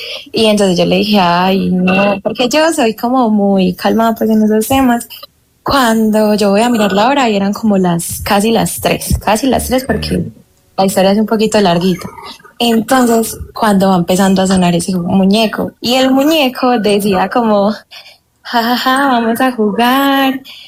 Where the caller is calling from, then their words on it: Medellín, Antioquia, Colombia; Desde Medellín, pero antes quiero aclarar que soy la prima de Matías.